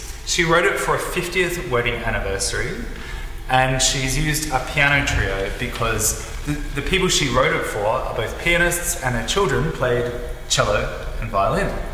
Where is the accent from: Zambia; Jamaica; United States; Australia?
Australia; Queensland; We come from all over Australia. I'm from North Queensland.